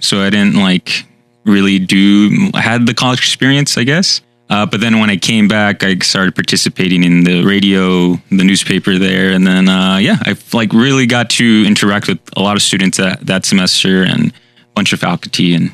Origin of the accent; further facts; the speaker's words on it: Fontana, California, United States; also born or lived in Upland, California / San Bernardino, California; we moved to some apartments in Fontana. And that's where I mostly grew up. Fontana and then half in San Bernardino as well.